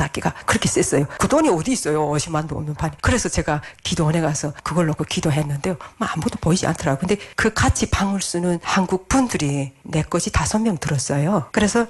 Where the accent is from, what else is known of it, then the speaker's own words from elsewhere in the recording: North Korea; now in South Korea; 아 그래서 내가 나는 북한에서 왔다고 이랬어요.